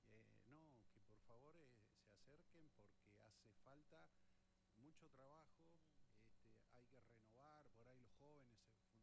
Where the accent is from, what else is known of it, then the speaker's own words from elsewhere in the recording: Neuquén, Argentina; also born or lived in San Rafael, Mendoza; Soy neuquino, conocí el Álamo.